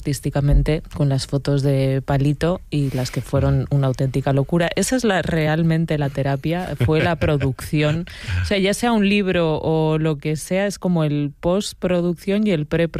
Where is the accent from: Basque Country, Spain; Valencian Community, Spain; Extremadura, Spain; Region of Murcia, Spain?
Extremadura, Spain; Es que yo soy muy extremeña.